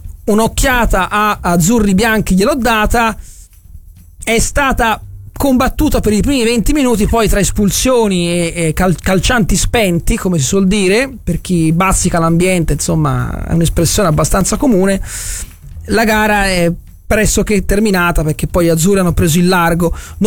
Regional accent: Florence, Tuscany, Italy; per noi fiorentini dico, di Firenze

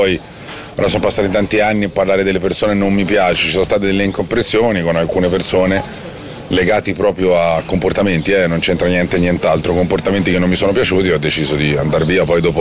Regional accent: Florence, Tuscany, Italy; born there; sono nato a Firenze

